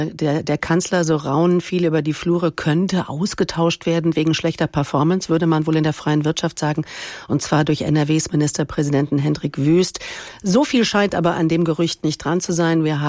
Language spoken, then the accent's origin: German; Cologne, North Rhine-Westphalia, Germany; Ich als Kölnerin habe auch schon vor einiger Zeit abgestimmt über die Spiele Köln-Rhein-Ruhr.